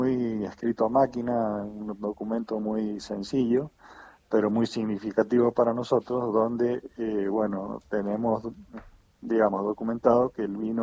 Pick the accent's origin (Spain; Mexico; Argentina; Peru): Argentina; que nos unamos como argentinos, que tengamos proyectos en común y proyectos a largo plazo para el bien común de toda la comunidad, de todos los argentinos.